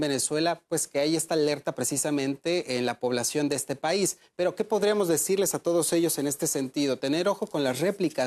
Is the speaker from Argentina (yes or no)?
no; Mexico; por la experiencia en México, ¿no? En mi país